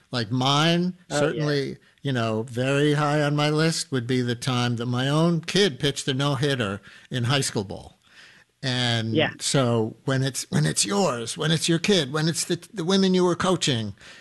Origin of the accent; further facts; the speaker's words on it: New York, United States; As a New Yorker, I want to just, give my respect to people from Boston, though I root against them every day.